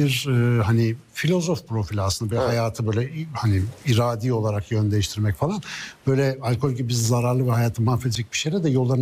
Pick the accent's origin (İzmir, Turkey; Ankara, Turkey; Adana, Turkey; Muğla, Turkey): Ankara, Turkey; bir Ankaralı olarak